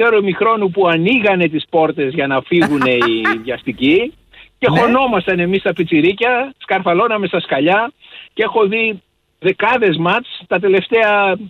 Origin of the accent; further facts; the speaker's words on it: Athens, Attica, Greece; εγώ μεγαλώνα στην Κυψέλη